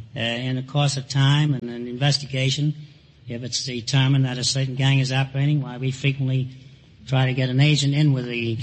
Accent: New York City, New York, United States; born there; moved away; New York City, originally.

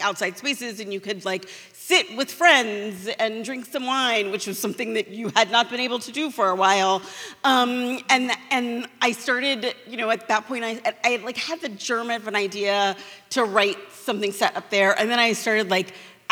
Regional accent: California, United States; but also I grew up in California

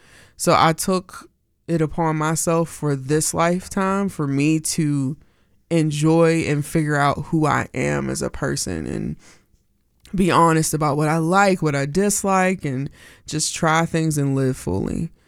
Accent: United States; growing up in America as a black girl and as an indigenous young girl

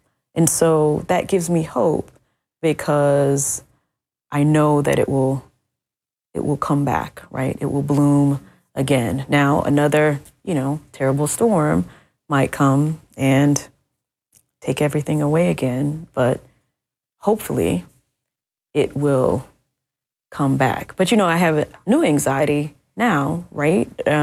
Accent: Bay St. Louis, Mississippi, United States; I live on the Mississippi Gulf Coast, right? And my hometown is on the back of the Bay of St. Louis, right?

